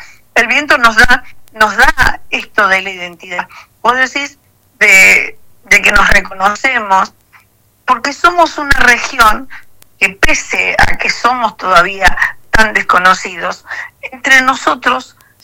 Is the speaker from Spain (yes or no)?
no; Patagonia, Argentina; nosotros somos patagónicos, y hay algo que nos da identidad. Y eso por ahí que como somos una región joven con respecto a las provincias del norte